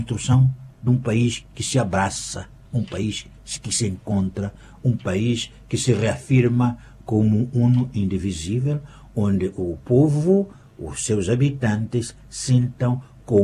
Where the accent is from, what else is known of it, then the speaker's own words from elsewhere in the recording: Inhambane, Mozambique; eu sou de Inhambane, falo Xitswa, eu sou misto de Bitonga e Matwa